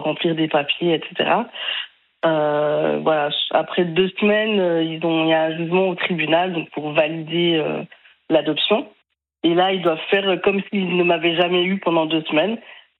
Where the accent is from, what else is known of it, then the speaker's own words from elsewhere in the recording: Switzerland; moved away as an adult; also born or lived in Sri Lanka; now in Île-de-France, France; Je suis suisse, j'ai déménagé il y a 11 ans et demi à peu près, en Île-de-France.